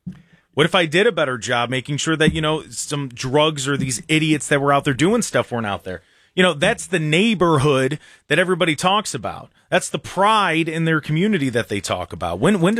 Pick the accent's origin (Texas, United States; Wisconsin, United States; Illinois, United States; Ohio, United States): Ohio, United States; Seville; when I was growing up in Seville, I lived in townhouses out there.